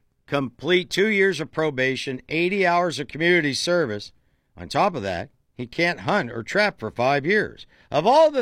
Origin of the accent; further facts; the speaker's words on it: Dover, Ohio, United States; my hometown of Dover, Ohio.